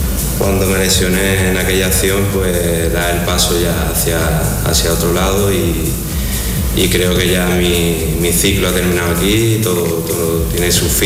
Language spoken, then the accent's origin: Spanish; Cádiz, Andalusia, Spain; en un barrio donde prácticamente también he jugado mucho y me he criado cerca de allí